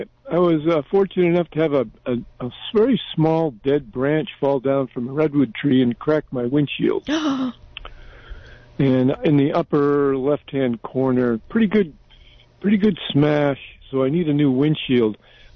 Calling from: California, United States; I'm calling from SoCal.

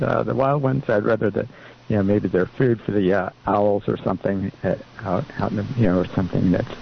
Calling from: Santa Cruz, California, United States; from Santa Cruz.

